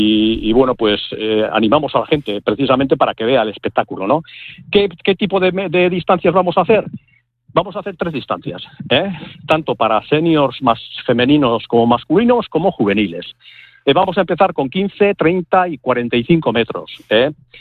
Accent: Barrika, Basque Country, Spain; yo soy de Vizcaya, soy de Barrica, Vizcaya, la desembocadura del río Nervión.

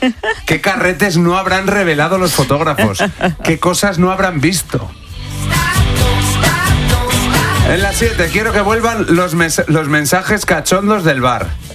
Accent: Salamanca, Castile and León, Spain; yo soy de Salamanca.

